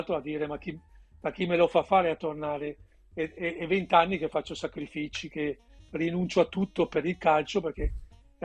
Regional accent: Veneto, Italy; io da Veneto, all'epoca era appena, cioè sempre, io sono cresciuto a pane e terroni, diciamolo, c'erano ragazzini nel nostro Veneto, nel nostro quartiere, nel nostro rione

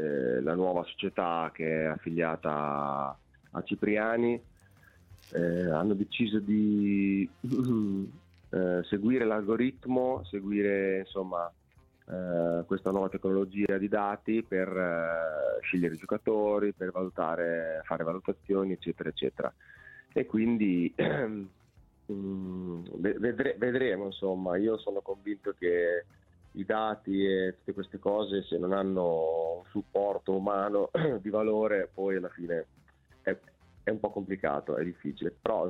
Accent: Ravenna, Emilia-Romagna, Italy; io sono di Ravenna

